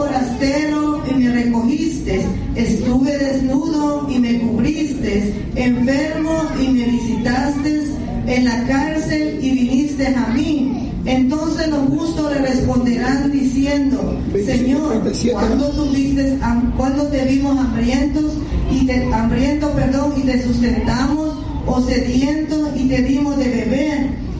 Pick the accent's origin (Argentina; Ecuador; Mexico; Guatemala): Guatemala; Soy guatemalteca